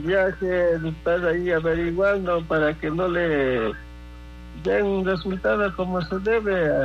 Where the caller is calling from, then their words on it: Cusubamba, Cotopaxi, Ecuador; soy de San José de Rubias.